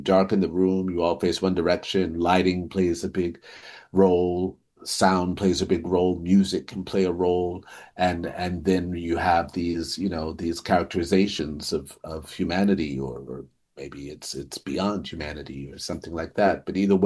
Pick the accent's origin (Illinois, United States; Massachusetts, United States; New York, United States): New York, United States; from theater, growing up in New York, going to plays, musicals, and you know, traditional theater.